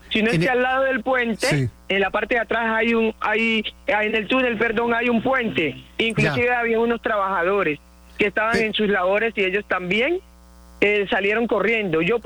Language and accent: Spanish; Buenaventura, Valle del Cauca, Colombia